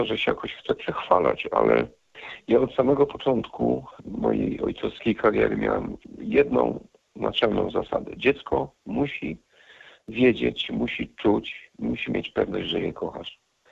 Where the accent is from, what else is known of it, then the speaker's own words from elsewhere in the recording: Silesian Voivodeship, Poland; tutaj u nas na Śląsku.